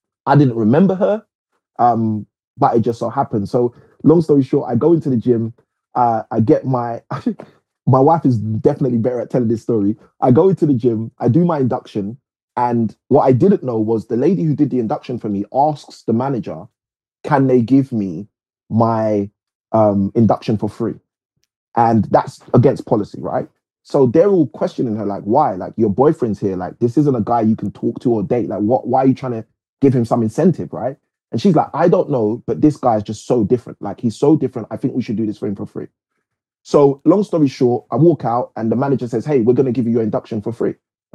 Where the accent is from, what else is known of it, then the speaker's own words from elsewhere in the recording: United Kingdom; born there; being born British, being in the UK